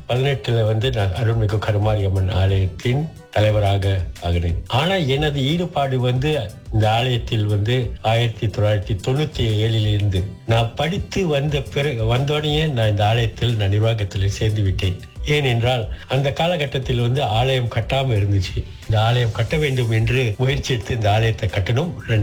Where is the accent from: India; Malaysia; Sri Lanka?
Malaysia; Penang; moved away; also born or lived in Subang Jaya; நான் பிறந்து வளர்ந்தது எல்லாம் பினாங்கில்.